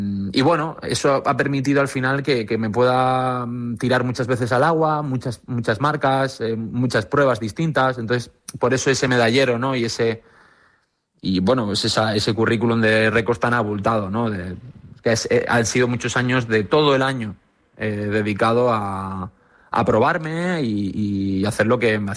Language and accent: Spanish; Canary Islands, Spain; Me crío en Fuerteventura, aunque mi acento no lo indica así, yo me crío en Fuerteventura, entonces vivimos la crisis de los cayucos.